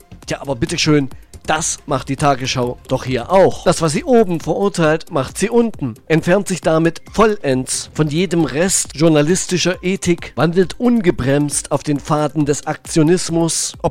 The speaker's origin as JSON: {"language": "German", "region": "Thuringia", "country": "Germany", "said": "Ich komme ja aus Thüringen."}